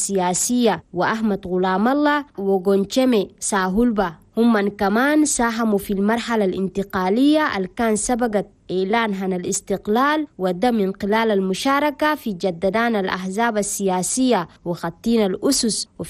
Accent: Chad; وقت ما بلدنا تشاد قدرت اتحكمت بالحكم من المستعمرين الفرنسيين

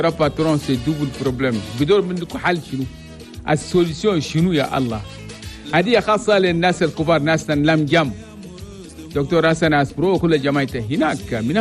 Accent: Chad; وكل الكولونيال الافريقيه اللي قاعدين في بلدنا تشاد وخاصه في العاصمه الجميله

